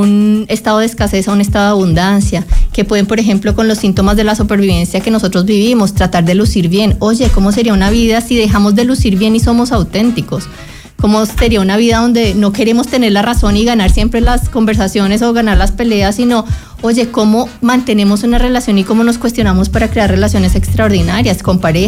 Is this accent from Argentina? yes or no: no; Colombia; now in Chile; yo soy colombiana y hace 17 años en Colombia